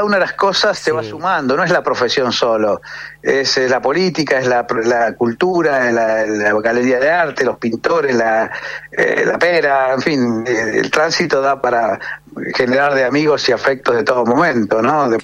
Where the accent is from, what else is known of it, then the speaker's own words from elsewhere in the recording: Allen, Río Negro, Argentina; born there; Yo nací acá en Allen, pero muy identificado con el... Yo soy del Valle, es mi región esta.